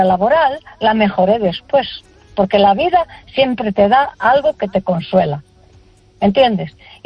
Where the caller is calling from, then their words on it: A Coruña, Galicia, Spain; De Coruña.